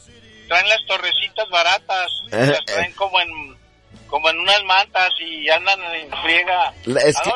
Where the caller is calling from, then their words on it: Guadalajara, Jalisco, Mexico; Ahorita, pues aquí en Guadalajara.